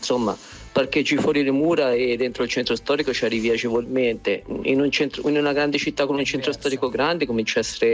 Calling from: Sansepolcro, Tuscany, Italy; guarda, io sto a Sansepolcro, che è un paese abbastanza piccolo, sono 15.000 abitanti, sto nel centro storico e quindi in una ZTL

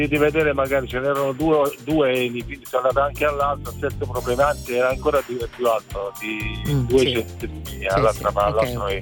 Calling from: Basilicata, Italy; sono lucano, però sto tornando da Roma, in Italia.

